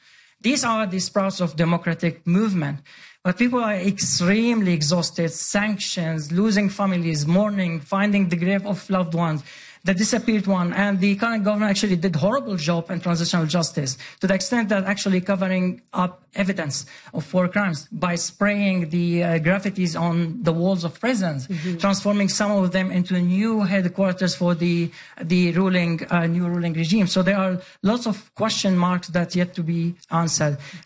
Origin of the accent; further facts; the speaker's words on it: Sweden; very appreciated because I grew up in Sweden.